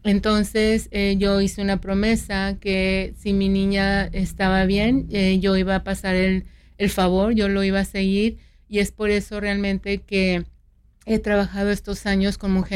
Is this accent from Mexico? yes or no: yes; San Luis Potosí, Mexico; now in United States; Yo soy inmigrante, soy de San Luis Potosí, México.